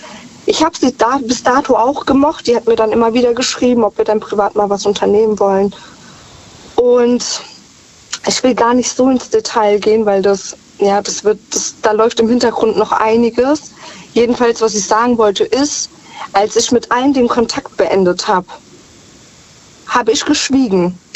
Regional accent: Germany; born there; Und ich bin aber in Deutschland geboren. Ich bin ja Südländerin.

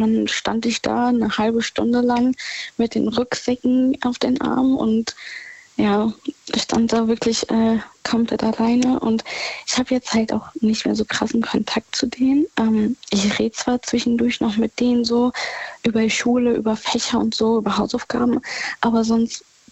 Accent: Rhineland-Palatinate, Germany; In der Nähe von Gerolstein.

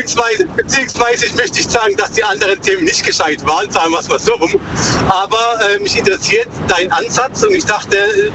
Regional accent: Bruchsal, Baden-Württemberg, Germany; Aus der Nähe von Bruchsal.

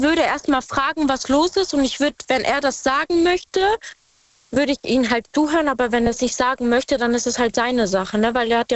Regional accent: Oldenburg, Lower Saxony, Germany; Wir kommen aus Oldenburg.

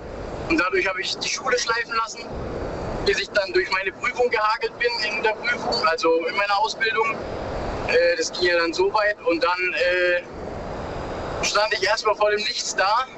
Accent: Baden-Württemberg, Germany; Genau, ich komme aus der Nähe von Pforzheim, Karlsruhe, da die Gegend.

